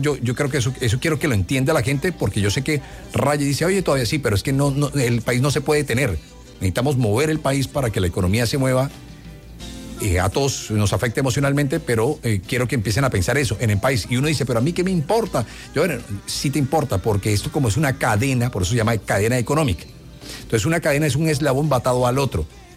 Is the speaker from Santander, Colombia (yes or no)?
no; Barranquilla, Atlántico, Colombia; yo soy de Barrio Abajo.